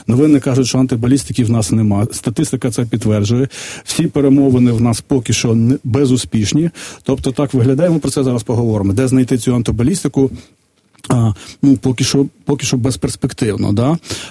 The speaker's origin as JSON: {"language": "Ukrainian", "town": "Vinnytsia", "region": "Vinnytsia Oblast", "country": "Ukraine", "tie": "born or raised there", "moved": "yes", "said": "Умовно, я ж родом з Вінниці, в мене там є, я вже давно не живу, там є якісь знайомі, друзі"}